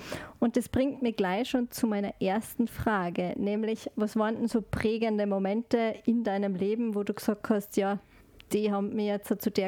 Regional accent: Salzburg, Austria; Ja, das kann ich sehr gut nachvollziehen, weil ich bin jetzt aus dem Pinzgau.

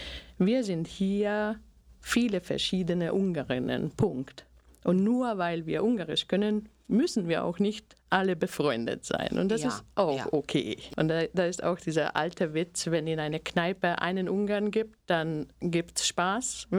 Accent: Slovakia; now in Austria; Ich komme auch aus der Slowakei. Ja, also ich bin auch eine Minderheit. Ich kenne dieses Minderheitsgefühl auch in Österreich.

